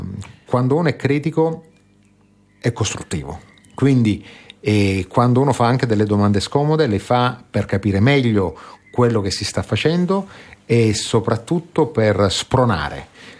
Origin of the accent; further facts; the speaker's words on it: Capo d'Orlando, Sicily, Italy; moved away; Siciliano, orgoglioso di esserlo, sono di Capodorlando, in provincia di Messina, di fronte alle bellissime isole Eolie.